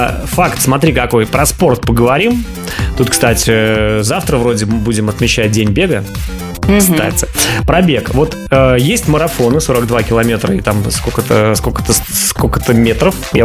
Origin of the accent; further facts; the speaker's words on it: Pushkin, Saint Petersburg, Russia; из Пушкина.